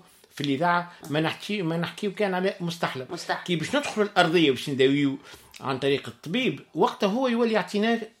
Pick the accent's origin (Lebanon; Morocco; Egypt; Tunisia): Tunisia; وعندنا في تونس